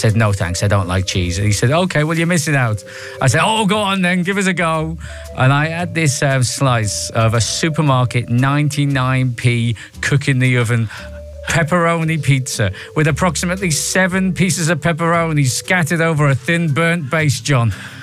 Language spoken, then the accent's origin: English; Liverpool, North West England, United Kingdom; 36. I'm 49. Growing up in Liverpool in the 80s, it just wasn't something we did.